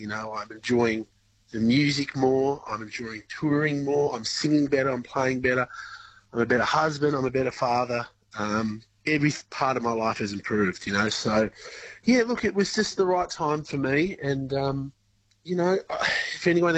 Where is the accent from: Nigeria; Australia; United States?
Australia; we've kind of let go of all that now and really just honed into to being Australian, being who we are.